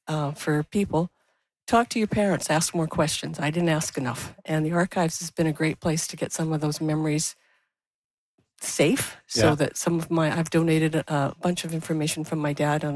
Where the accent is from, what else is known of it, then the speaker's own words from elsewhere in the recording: Richmond, British Columbia, Canada; It was. We grew up on Lansdowne Road.